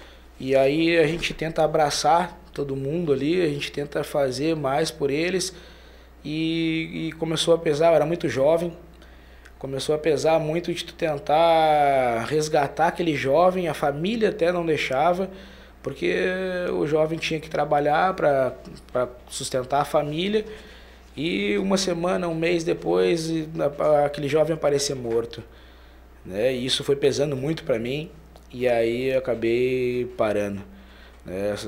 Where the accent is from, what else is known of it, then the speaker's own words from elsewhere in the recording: Viamão, Rio Grande do Sul, Brazil; moved away as an adult; now in Imbituba, Brazil; Eu sou natural de Viamão, Porto Alegre, Rio Grande do Sul.